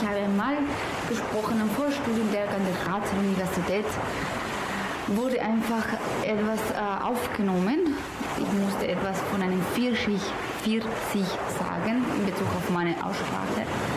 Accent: Madrid, Community of Madrid, Spain; German is a second language; moved away; ich stamme aus Madrid, das ist die Hauptstadt von Spanien und nicht vom Mittelmeer.

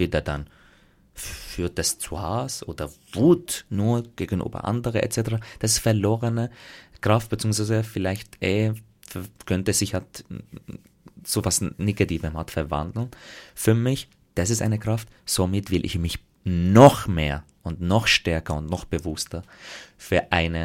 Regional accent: Graz, Styria, Austria; ich komme aus Graz, wenn ich wo unterwegs war, da war gleich die Frage, wo ich so wirklich her?

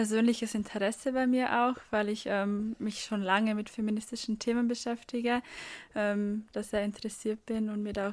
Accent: Sibratsgfäll, Vorarlberg, Austria; now in Sweden; Nein, ich komme eigentlich aus Siebratsgfäll, aus dem Nachbardorf. Ich bin aber schon in Hittisau in die Schule gegangen, weil ich habe schon lange eine Verbindung zu Hittisau. Momentan lebe ich tatsächlich in Schweden, weil ich da noch meinen Master mache.

